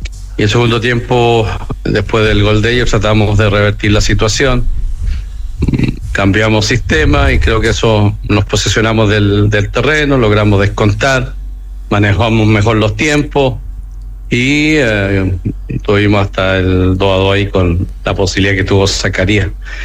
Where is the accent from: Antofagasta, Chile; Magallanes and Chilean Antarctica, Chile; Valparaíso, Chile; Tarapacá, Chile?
Antofagasta, Chile; yo soy antofagastino y nunca como antofagastino he bajado los brazos en mi carrera.